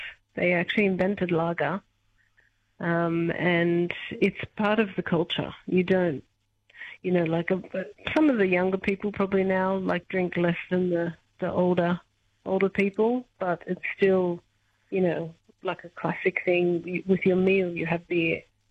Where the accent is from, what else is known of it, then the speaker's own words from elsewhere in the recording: Australia; now in Czechia; And, you know, as an Australian, 41 isn't such a big deal for me